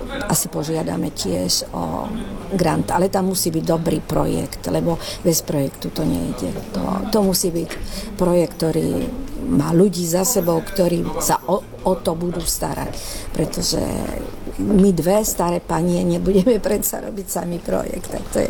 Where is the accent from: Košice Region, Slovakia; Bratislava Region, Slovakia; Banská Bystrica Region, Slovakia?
Banská Bystrica Region, Slovakia; Banská Štiavnica; now in Lombardy, Italy; je z môjho mesta, ja som z Banskej Štiavnice.